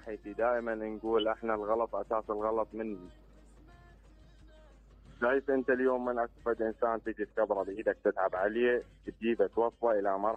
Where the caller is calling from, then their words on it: Al Anbar, Iraq; من الانبار.